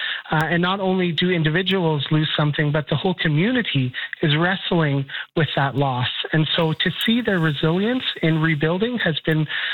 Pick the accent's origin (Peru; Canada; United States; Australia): Canada; Winnipeg, Manitoba; I'm from Winnipeg. That's where I live.